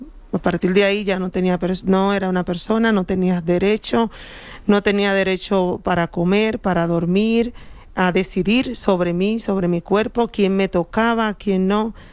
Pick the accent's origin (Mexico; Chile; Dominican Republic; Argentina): Dominican Republic; moved away as an adult; now in Madrid, Spain; yo soy de origen dominicano, uh-huh, y llegué aquí a España en el 2021